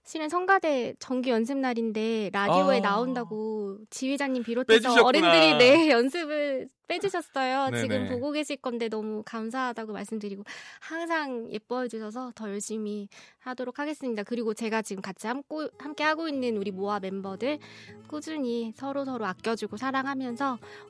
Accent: Jeonju, North Jeolla, South Korea; born or raised there

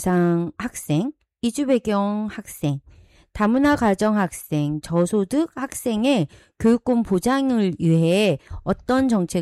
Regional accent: North Jeolla, South Korea; 우리는 전북에서 태어나서 전북에서 지금 생활을 하고 있잖아요.

